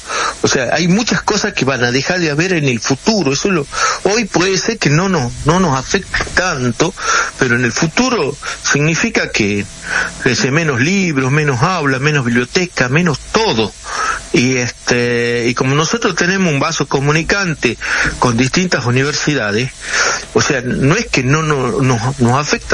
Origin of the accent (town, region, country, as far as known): Argentina